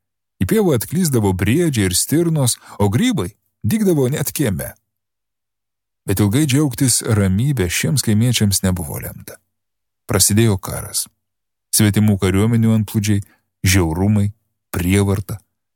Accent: Samogitia, Lithuania; now in Vilnius, Lithuania; netoliese nuo mano tėviškės, Žemaitijoje.

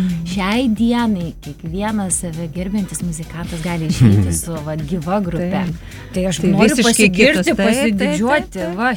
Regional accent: Kaunas, Kaunas County, Lithuania; Aš kaunietė, kadangi esu

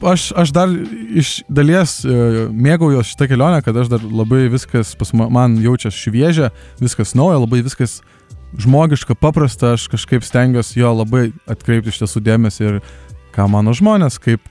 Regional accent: Klaipėda, Klaipėda County, Lithuania; also born or lived in Kaunas; Ne gimtinė, bet ten mano hometown, aš ten užaugau, nesiskaito, kad aš ten, aš gimiau šiaip Kaune, bet aš Kaune, nu, ten nutukus 2-3 kažkiek, aš neatsimenu, kad aš būčiau Kaune, tai Klaipėda yra tikrai mano širdis ir aš esu klaipėdėtis.

